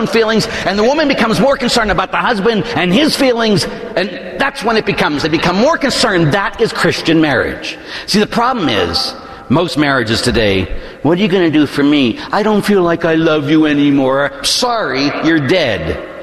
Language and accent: English; Pittsburgh, Pennsylvania, United States; You know, growing up in Pittsburgh, both my parents were cops